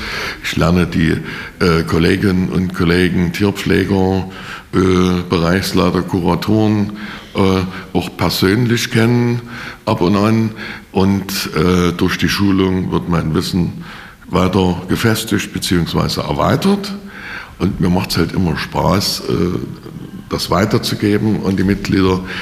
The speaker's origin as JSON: {"language": "German", "town": "Leipzig", "region": "Saxony", "country": "Germany", "tie": "born or raised there", "said": "ich bin geborener Leipziger, bin also seit meinem Windelleben schon Zoobesucher."}